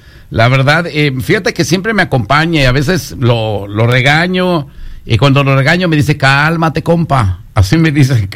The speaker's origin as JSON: {"language": "Spanish", "town": "Ciudad Guzmán", "region": "Jalisco", "country": "Mexico", "tie": "born or raised there", "moved": "yes", "said": "Acuérdate que mi pueblo, Zapotlán el Grande, Ciudad Guzmán, es la segunda ciudad más grande después de Guadalajara."}